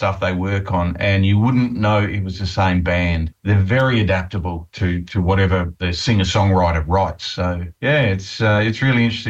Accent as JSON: {"language": "English", "country": "Australia", "said": "and we're from Australia, so she was a bit interested in that and asked a few questions."}